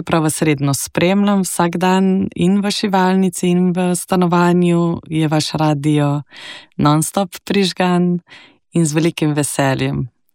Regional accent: Bohinjska Bela, Upper Carniola, Slovenia; Prihajam iz Gorenjske, iz Bohinjske Bele.

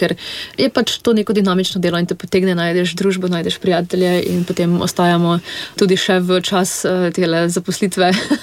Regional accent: Maribor, Drava, Slovenia; now in Ljubljana, Slovenia; Ja, jaz pa prihajam iz Maribora in sem v bistvu šla študirati v Ljubljano.

